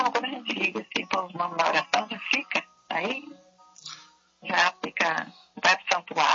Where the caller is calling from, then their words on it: Bauru, São Paulo, Brazil; Eu falo aqui de Bauru.